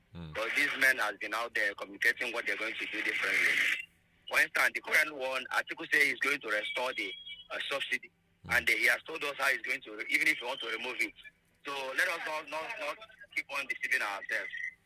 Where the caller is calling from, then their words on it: Enugu, Enugu State, Nigeria; Yes, I'm here from Enugu.